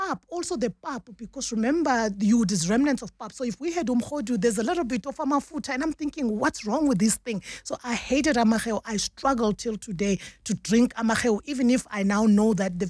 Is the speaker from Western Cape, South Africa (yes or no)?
no; Mpumalanga, South Africa; Yeah, because I come from the Lowveld where, if you know Mbombela, Nelspruit used to be called as the city of Imboza Nema Orange, which is the tobacco and oranges. So I come from that area.